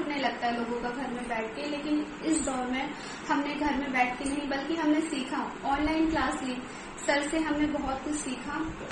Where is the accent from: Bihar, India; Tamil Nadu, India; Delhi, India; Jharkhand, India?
Delhi, India; नमस्कार दोस्तों … और मैं दिल्ली से हूँ।